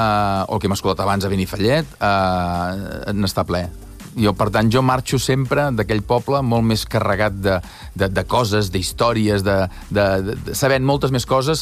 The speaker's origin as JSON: {"language": "Catalan", "town": "Sant Feliu de Buixalleu", "region": "Catalonia", "country": "Spain", "said": "a casa, a Sant Feliu de Buixalleu, a Girona"}